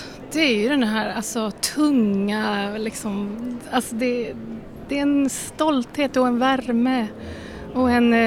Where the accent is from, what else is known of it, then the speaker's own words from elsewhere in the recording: Åland Islands; moved away; ska vara hemma på Åland där jag kommer ifrån.